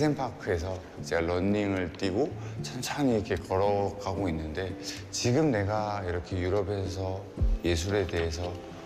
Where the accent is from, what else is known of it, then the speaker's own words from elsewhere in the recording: Busan, South Korea; moved away as an adult; also born or lived in Hong Kong / Estonia / Paris; 저는 부산이 제 고향이기도 하고